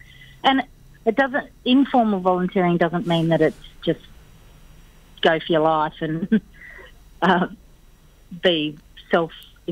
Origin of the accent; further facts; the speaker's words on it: Canowindra, New South Wales, Australia; I know very well, I'm from Canoundra, and our community wouldn't operate without volunteers.